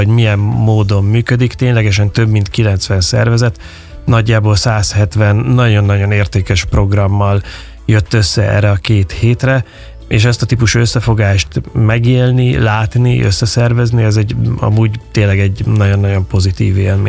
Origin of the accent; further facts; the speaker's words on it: Székesfehérvár, Fejér, Hungary; now in Budapest, Hungary; Én egy székesfehérvári panel lakásban nőttem fel